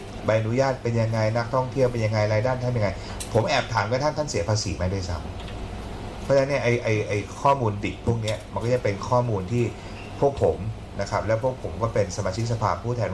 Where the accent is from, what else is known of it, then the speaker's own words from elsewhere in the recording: Isan, Thailand; อย่างผมมาจากอีสาน